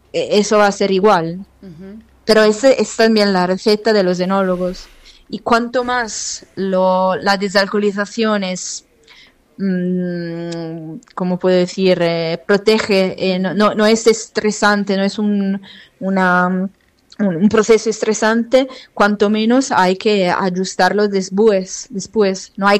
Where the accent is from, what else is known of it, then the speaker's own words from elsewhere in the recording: Turin, Piedmont, Italy; Torino, bueno, el centro.